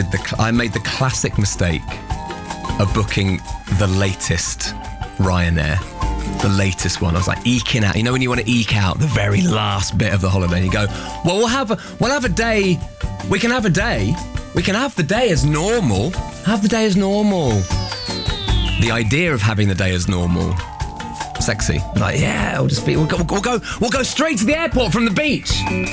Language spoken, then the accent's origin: English; United Kingdom; No, we're British